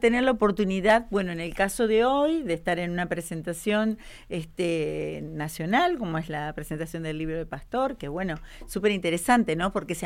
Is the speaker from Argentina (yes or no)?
yes; Victoria, Entre Ríos, Argentina; born there; also born or lived in Río Gallegos, Argentina; now in Caleta Olivia, Argentina; Sí, yo nací en Victoria, Entre Ríos. Ajá. Y hace 26 años que vivo en Santa Cruz, en Caleta, Olivia en particular. Pero viví 6 años aquí en Río Gallegos, del 2017 al 2023.